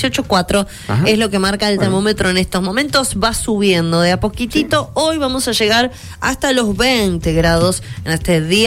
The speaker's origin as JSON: {"language": "Spanish", "country": "Argentina"}